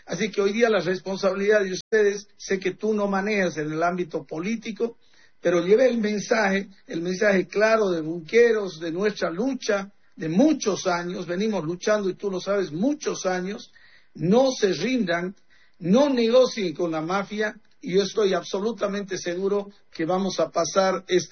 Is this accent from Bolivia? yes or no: yes; Bolivia